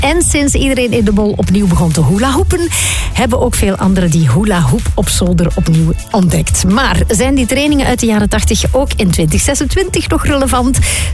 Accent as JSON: {"language": "Dutch", "town": "Mol", "region": "Flanders", "country": "Belgium", "tie": "born there"}